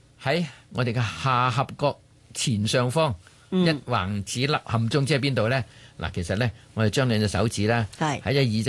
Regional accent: Guangdong, China; 即系我哋广东人所讲嘅聚火啊

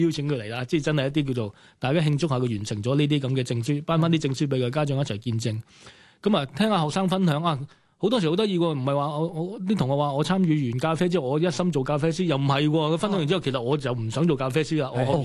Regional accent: Tuen Mun, New Territories, Hong Kong; 我自己的而且確都係圍村人。不過唔係西貢，喺屯門。咁所以我其實有幾理解圍村啲文化嘅。

